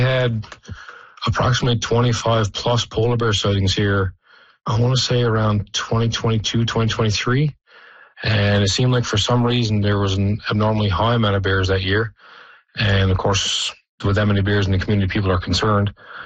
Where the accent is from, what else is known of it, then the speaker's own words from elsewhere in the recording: Black Tickle, Newfoundland and Labrador, Canada; I grew up in Blacktickle, so, I mean, I remember once going into my uncle's house and just getting in through the door and the polar bear walked past the door.